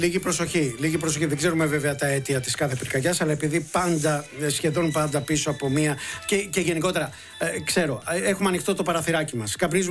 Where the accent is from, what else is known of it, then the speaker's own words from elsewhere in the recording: Molaoi, Peloponnese, Greece; έχω στο χωριό μου, στους Μολάους, η οποία είναι πραγματικά θαυματουργή η εκκλησίτσα πάνω εκεί στην Κουρκούλα, στο βουναλάκι μας.